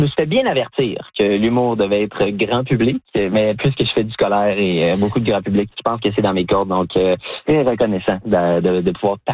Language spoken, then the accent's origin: French; Clarence Creek, Ontario, Canada; Moi, étant un peu plus de la campagne, je viens du village de Clarence Creek, de la région de Clarence-Rockland, dans l'Est Ontario.